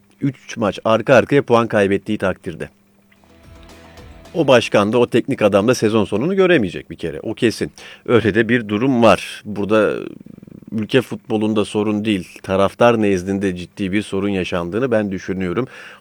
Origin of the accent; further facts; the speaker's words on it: Istanbul, Turkey; İzmir doğumlu falan değilim, İstanbulluyum doğma büyüme.